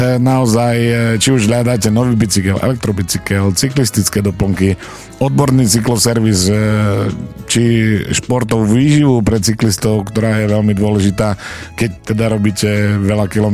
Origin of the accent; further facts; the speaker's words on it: eastern Slovakia, Slovakia; ako sa hovorí u nás na východe